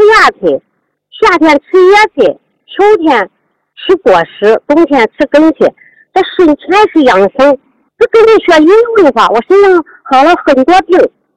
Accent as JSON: {"language": "Chinese", "town": "Nanyang", "region": "Henan", "country": "China", "tie": "born or raised there", "moved": "yes", "lives_now": "Shenzhen, China", "said": "我在深圳住，我老家是河南南阳的"}